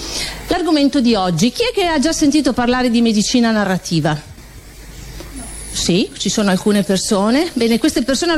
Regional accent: Castelfidardo, Marche, Italy; born there; now in Friuli-Venezia Giulia, Italy; sono di Castelfidardo, quindi sono nata a Castelfidardo, una mamma castellana

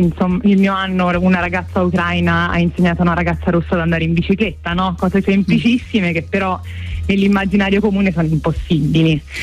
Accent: Rome, Lazio, Italy; io sono di Roma

